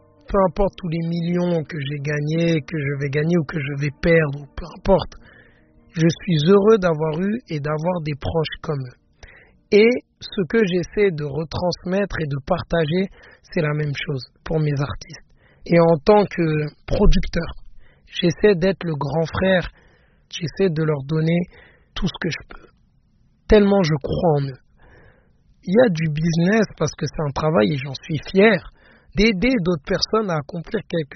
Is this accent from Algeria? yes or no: no; Paris, Île-de-France, France; moved away as an adult; now in Dubai, United Arab Emirates; Mais je ne pense pas finir mes jours à Dubaï. Je suis un vrai Parisien. Je me sens totalement Parisien.